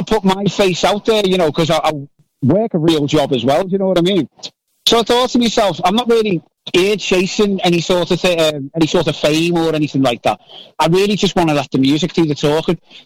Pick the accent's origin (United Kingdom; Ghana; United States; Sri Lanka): United Kingdom; Liverpool, North West England; I was born and raised in Liverpool.